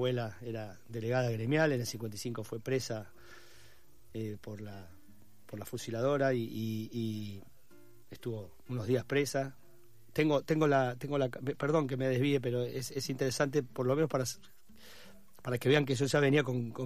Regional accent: La Plata, Buenos Aires Province, Argentina; now in Buenos Aires, Argentina; mudé y me quedé en Buenos Aires. Si bien yo conocía el hecho, de la noche de los lápices, porque soy platense

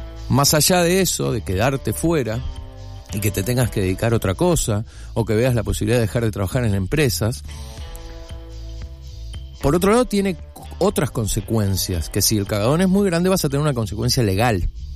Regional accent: Argentina; cómo desarrollar un anticuerpo como argentinos

